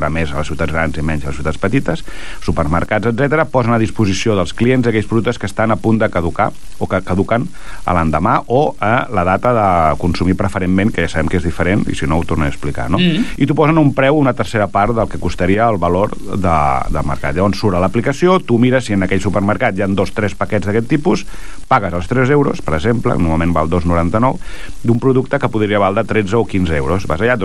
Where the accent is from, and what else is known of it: Vilassar de Mar, Catalonia, Spain